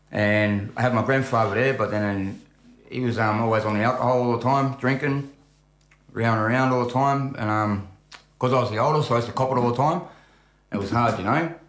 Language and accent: English; New South Wales, Australia; I've been back and forth from Sydney to Wollongong, and I grew up in North, so in the boys' homes.